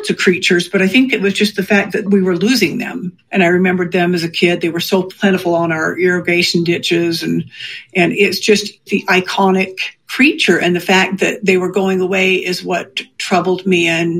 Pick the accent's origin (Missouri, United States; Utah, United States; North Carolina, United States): Utah, United States; Lehi; now in Salt Lake City, United States; I grew up in Lehigh when it was all, and that's just, what, 30 miles north of Provo or 20 miles north, and it was all open space and agricultural lands at that point, truly.